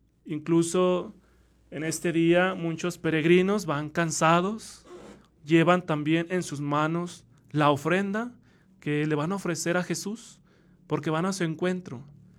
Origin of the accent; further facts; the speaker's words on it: Zacatecas, Mexico; now in Fresnillo, Mexico; la comunidad de donde soy originario, ¿verdad? Mandamos saludos a la comunidad del Mezquite